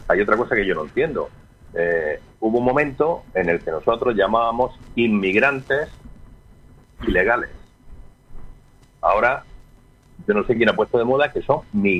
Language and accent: Spanish; El Ejido, Andalusia, Spain; soy un ciudadano de Elegido. Comparto mi ciudadanía como elegidense con 35.000 árabes.